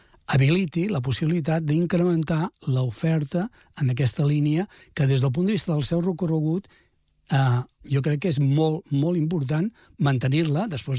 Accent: Vilassar de Mar, Catalonia, Spain; jo sóc de Vilassar de Mar, però a Premià passa exactament el mateix

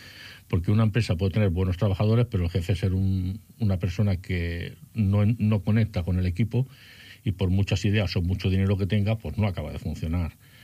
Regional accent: Mataró, Catalonia, Spain; yo soy de Mataró, vivo toda la vida en Mataró y el negocio quiero que sea de Mataró.

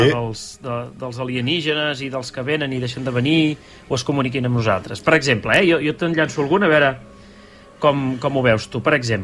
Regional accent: Catalonia, Spain; clar, som catalans, per definició el que faríem és parlar-los en castellà i molt alt

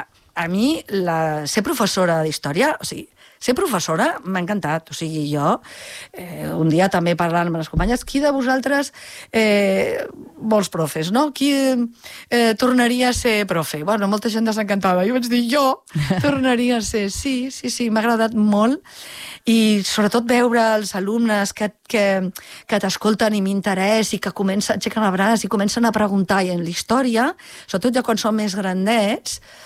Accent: Barcelona, Catalonia, Spain; jo soc barcelonina, però jo em sento bastant del Baix Llobregat.

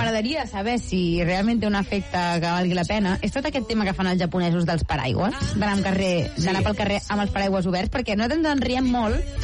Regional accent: Blanes, Catalonia, Spain; Bueno, no, és que d'entrada soc de Blanes. Llavors, tota la meva adolescència l'he viscut a la platja, no feia falta ni casals d'estiu ni campaments ni res.

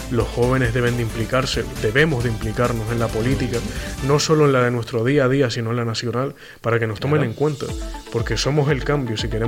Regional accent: Spain

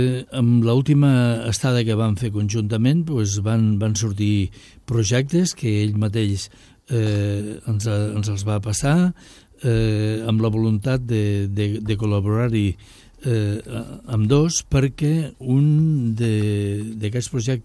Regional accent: Ciutadilla, Catalonia, Spain; now in Barcelona, Spain; a l'església de Ciutadilla, al meu poble

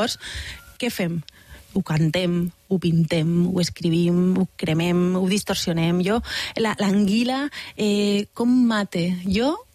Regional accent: Valencian Community, Spain; Soc valenciana.

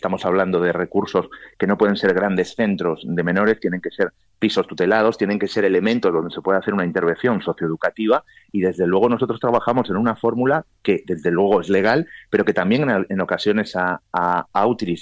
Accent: Galicia, Spain; A mí me sorprende, yo soy gallego

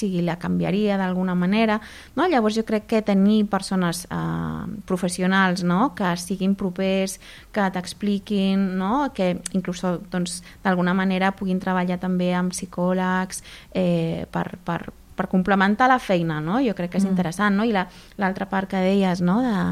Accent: Argentina; now in Caldes, Spain; Aquesta perspectiva a nivell de persona de fora, perquè jo sóc de l'Argentina, veure, no?

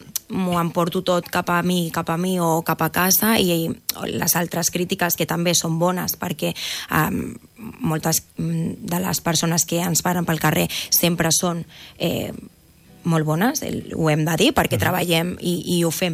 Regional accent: Rubí, Catalonia, Spain; de la meva ciutat, d'on soc des de ben petitona.

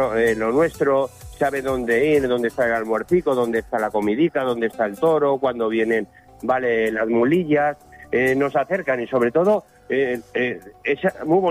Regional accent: Navarre, Spain; estáis invitados a mi tierra

